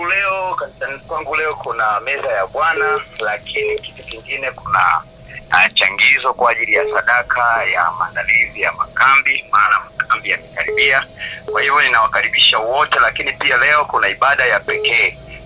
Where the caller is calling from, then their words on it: Tabora, Tanzania; ninatokea Tabora, katika kanisa la Adventista wa Sabato Bachu hapa Tabora mjini.